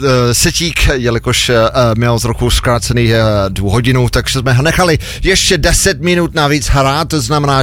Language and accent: Czech; England, United Kingdom; Czech is a second language; Zahraniční mix pochází tentokrát z Southamptonu v Anglii, na jižní pobřeží mého rodného zemi.